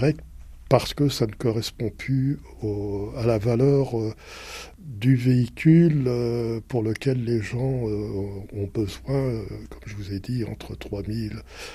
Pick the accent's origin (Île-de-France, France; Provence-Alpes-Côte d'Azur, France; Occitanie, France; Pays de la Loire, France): Île-de-France, France; Paris; je suis parisien d'origine, c'est facile de dire on peut se passer de voiture.